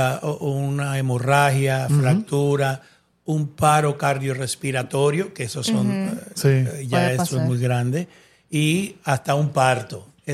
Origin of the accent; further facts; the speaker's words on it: Santo Domingo, Dominican Republic; Soy de Santo Domingo.